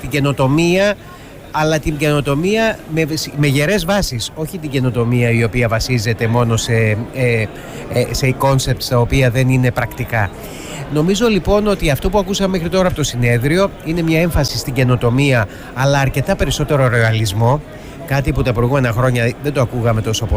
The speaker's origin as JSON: {"language": "Greek", "country": "Greece", "said": "το οποίο είναι το πρώτο που με ενδιαφέρει σαν Έλληνας."}